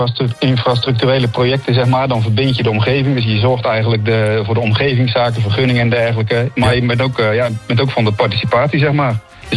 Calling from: Zeeland, Netherlands; Wel uit de regio Zuid-Beveland.

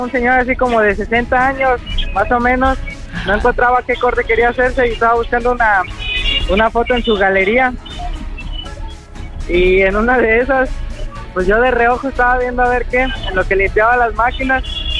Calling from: Xalapa, Veracruz, Mexico; yo soy de Jalapa. Yo trabajaba en Jalapa como empleado cortando cabello.

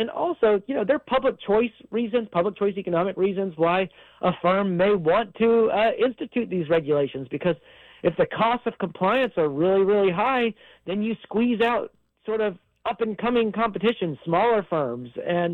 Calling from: Alabama, United States; But I live in Alabama, so I'm calling in from Alabama.

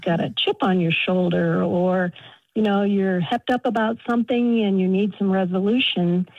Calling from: Grand Rapids, Ohio, United States; I'm calling from Grand Rapids, Ohio. It's just a small community south west of Toledo, Ohio.

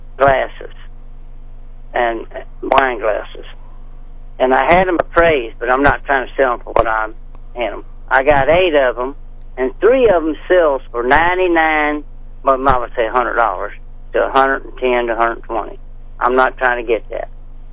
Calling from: Franklin, Missouri, United States; Franklin, Missouri.

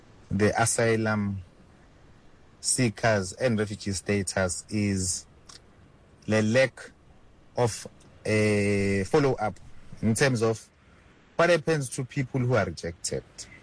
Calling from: Hillcrest, KwaZulu-Natal, South Africa; in Hillcrest.

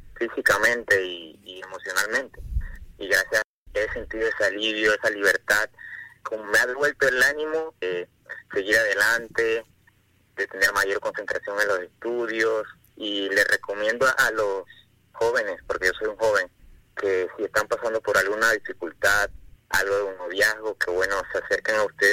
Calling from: Calobre, Veraguas, Panama; De Calobre.

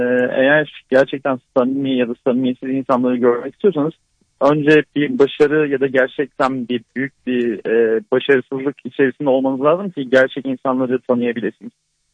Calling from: Bursa, Turkey; Bursa'dan arıyorum. Şu anda Mudanya'ya doğru işe gidiyorum.

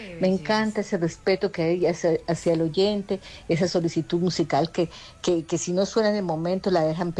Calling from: Cali, Valle del Cauca, Colombia; les saludo desde Cali.

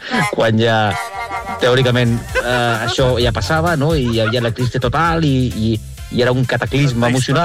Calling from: Sant Quirze del Vallès, Catalonia, Spain; de Sant Quirze.

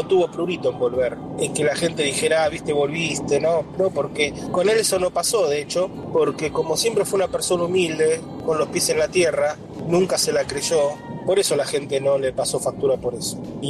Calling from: Berazategui, Buenos Aires Province, Argentina; de Berazategui

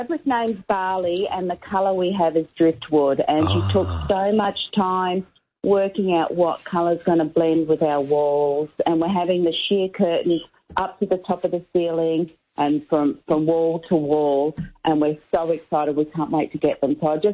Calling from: Narre Warren North, Victoria, Australia; I'm from Narrewarra North

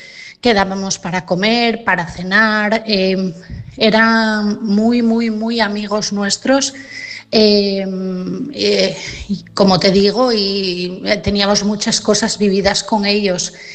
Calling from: Asturias, Spain; de Asturias.

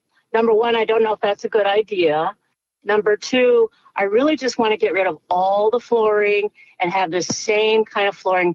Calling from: Hanford, California, United States; I'm calling from Hanford, California.

